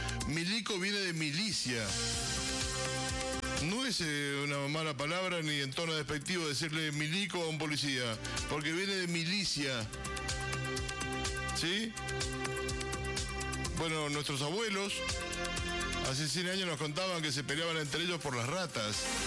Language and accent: Spanish; Argentina